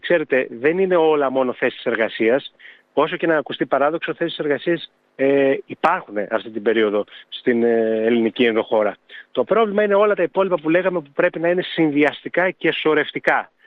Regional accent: Argithea, Thessaly, Greece; born there; moved away; also born or lived in Athens; ακόμα και εγώ ίδιος άφησα την Αθήνα προκειμένου να έρθω στην γενέθλια έτσι, γη, στην ιδιαίτερη πατρίδα, στην Αργυθέα

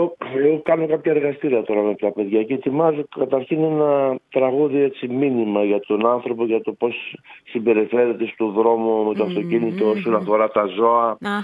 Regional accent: Greece; Από τον Εύρενος.

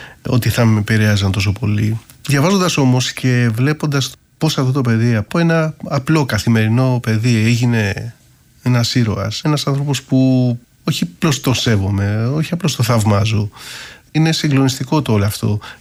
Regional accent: Chalandri, Attica, Greece; το χρέος μου είναι και απέναντι και στον τόπο μου και στο Χαλάνδρι, να το γνωρίσουν

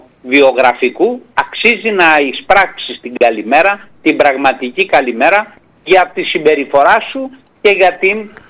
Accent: Corfu, Ionian Islands, Greece; Και αν δεν ήμουν κερκυραίος, θα ήθελα να ήμουν ζακυνθινός.

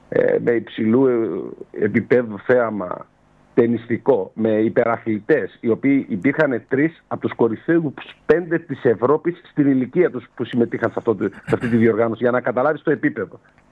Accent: Rhodes, South Aegean, Greece; εμείς έτσι είμαστε, οι Ροδίδες είμαστε φιλόξενοι.

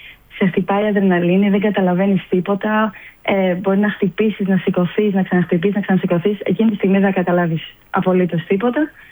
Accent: Peloponnese, Greece; now in Athens, Greece; εγώ είμαι από Αρκαδία, μένω Αθήνα, αλλά σπουδάζω στα Χανιά.

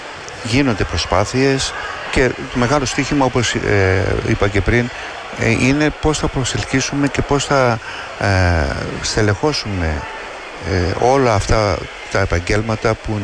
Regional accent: Kasos, South Aegean, Greece; Εγώ είμαι από την Κάσο

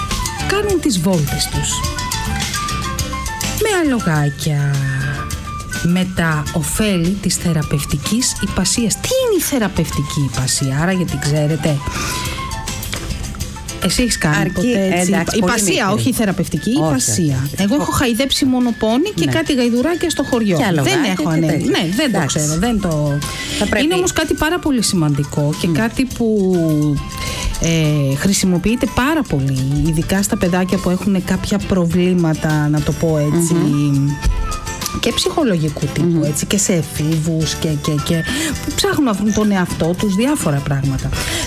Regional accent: Athens, Attica, Greece; Επίσης, και εγώ που μεγάλωσα στην Αθήνα, αλλά οι γονείς μου είναι από επαρχία, πήγαινα στην επαρχία

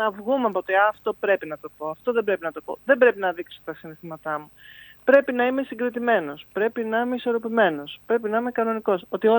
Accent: Athens, Attica, Greece; born there; Εγώ που γεννήθηκα στην Αθήνα και μένω στην Αθήνα.

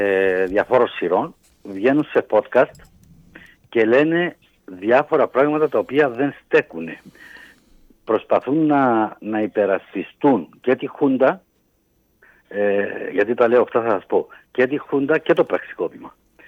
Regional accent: Nicosia District, Cyprus; Στο Κιόνελη δεν υπάρχουν υψώματα, είναι παιδιάλα. Είναι δίπλα στο χωριό μου.

